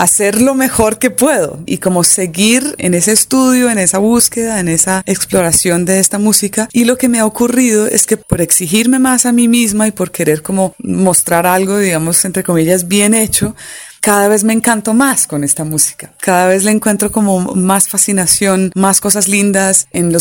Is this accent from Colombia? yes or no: yes; Colombia; also born or lived in Ireland; me aprobaron la nacionalidad colombiana, cosa que me tiene muy feliz. Pero bueno, más allá de esas formalidades, pues crecí en Colombia desde los 2 años de edad y crecí en el campo de Colombia